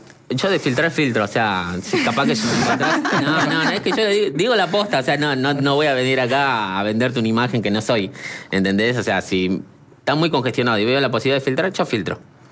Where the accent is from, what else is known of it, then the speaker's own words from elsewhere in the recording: Salta, Argentina; yo soy de Salta